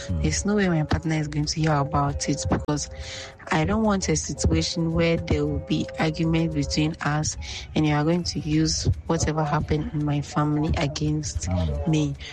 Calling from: Nima, Greater Accra, Ghana; I'm speaking from Nima.

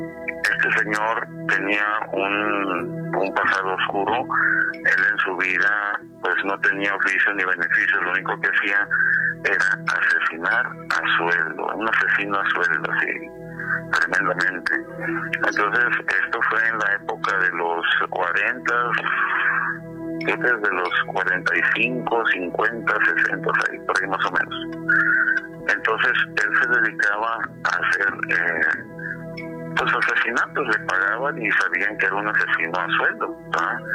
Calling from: Ensenada, Baja California, Mexico; Pues estamos aquí en la Bella Cenicienta del Pacífico, aquí en Ensenada, Baja California

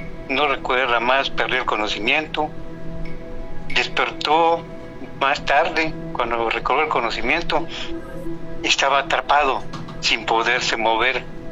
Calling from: Comchán, Yucatán, Mexico; de Comchán, Yucatán.

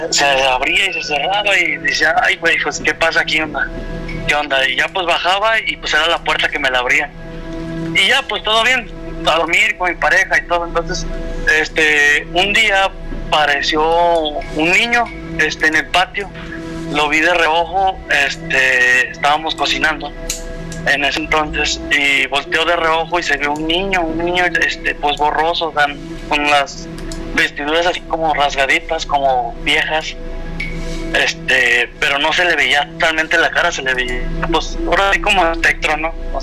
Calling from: Aguascalientes, Mexico; Desde Aguascalientes. Aguascalientes

